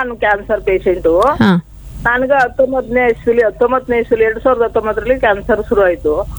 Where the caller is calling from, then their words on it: Mysuru, Karnataka, India; ಮೈಸೂರಿಂದ.